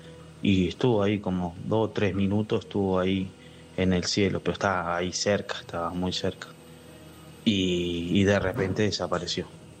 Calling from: Chivilcoy, Buenos Aires Province, Argentina; soy de Chivilcoy.

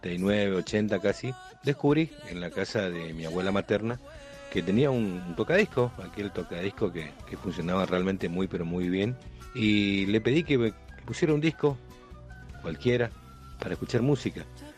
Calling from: Resistencia, Chaco, Argentina; soy de Resistencia Chaco

